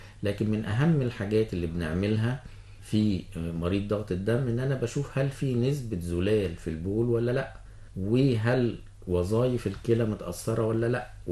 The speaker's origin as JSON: {"language": "Arabic", "country": "Egypt", "said": "احنا في مصر"}